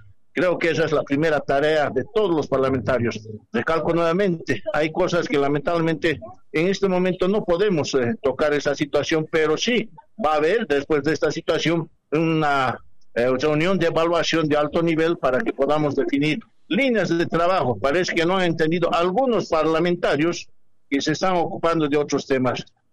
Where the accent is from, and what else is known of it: Bolivia